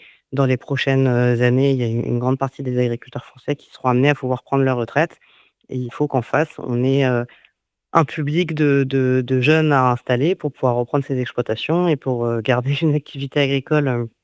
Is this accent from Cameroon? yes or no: no; Paris, Île-de-France, France; moved away as an adult; now in Hérault, France; Je suis née à Paris, j'ai grandi à Paris, issue d'une famille, issue de domaines professionnels très différents. Et j'ai atterri dans la région pour faire une école d'agronomie à Montpellier.